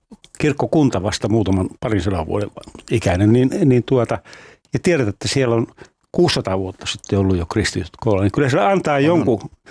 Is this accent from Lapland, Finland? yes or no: yes; Rovaniemi, Lapland, Finland; Ja kun mä Rovaniemeltä kotoisin, sellainen valtava alttarifresko, joka siellä on